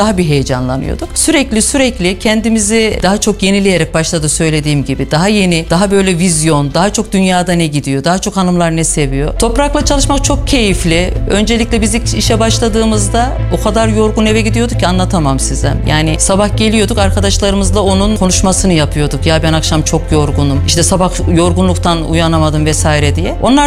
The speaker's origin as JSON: {"language": "Turkish", "region": "Aksaray Province", "country": "Turkey", "lives_now": "Kayseri, Turkey", "said": "Nefes Seramik Kadın Kooperatifi Başkanıyım. 31 yıllık evliyim, 4 tane çocuğum var. Aksaraylıyım, 18 yıldır Kayseri'de ailemle beraber yaşıyoruz."}